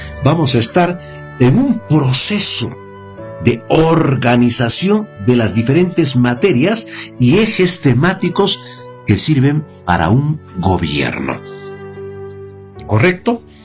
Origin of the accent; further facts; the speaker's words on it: Peru; yo soy peruano.